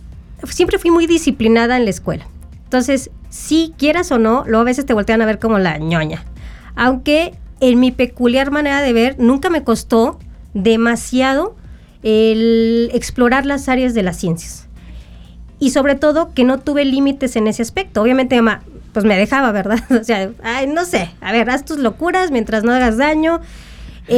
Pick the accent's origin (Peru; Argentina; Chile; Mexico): Mexico; San Luis Potosí; yo soy de San Luis Potosí, capital